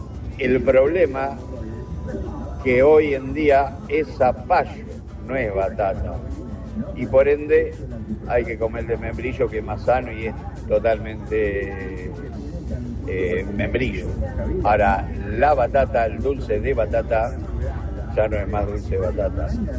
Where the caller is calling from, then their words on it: Lincoln, Buenos Aires Province, Argentina; soy de Lincoln